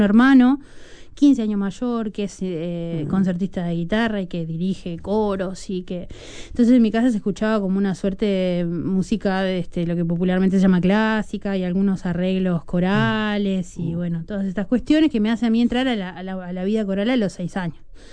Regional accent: Rocha, Uruguay; moved away; yo soy de Rocha

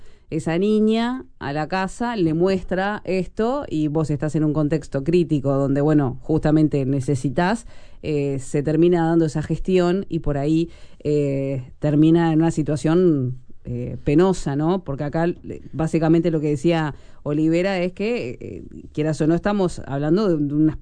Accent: Montevideo, Uruguay

